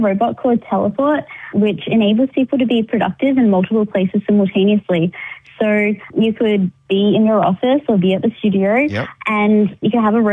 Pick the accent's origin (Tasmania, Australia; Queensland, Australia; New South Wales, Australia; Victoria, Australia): Queensland, Australia; Cairns; Because I was from Cairns and Far North Queensland, and there really wasn't any opportunity for me to learn.